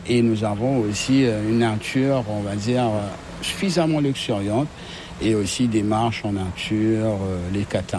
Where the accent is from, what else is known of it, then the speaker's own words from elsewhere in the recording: Mauritius; Oui, oui, je suis mauricien